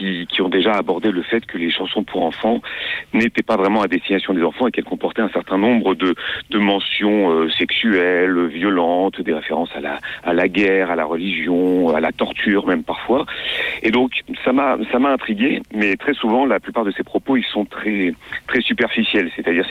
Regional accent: Grenoble, Auvergne-Rhône-Alpes, France; Donc je suis allé à la bibliothèque de Grenoble, puisque je suis de Grenoble.

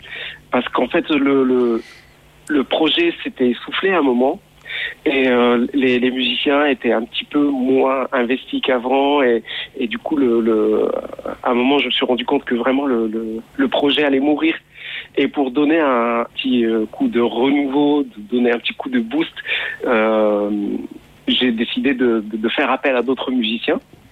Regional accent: Morocco; moved away as an adult; now in France; j'ai grandi au Maroc. Je suis né et grandi jusqu'à l'âge de 27 ans. J'ai vécu au Maroc. J'ai fait mes études là-bas, à la fac. Et après, je suis venu m'installer en France pour la musique.

